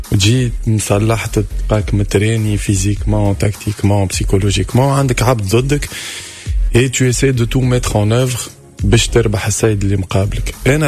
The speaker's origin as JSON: {"language": "Arabic", "town": "Bizerte", "region": "Bizerte Governorate", "country": "Tunisia", "also_born_or_lived": "France", "moved": "yes", "said": "احنا من بنزرت"}